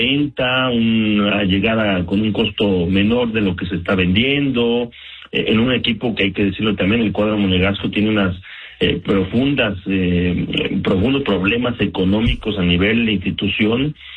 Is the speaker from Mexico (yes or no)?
yes; Mexico; es en contextualizar lo que estamos siendo como futbolistas mexicanos, ¿no?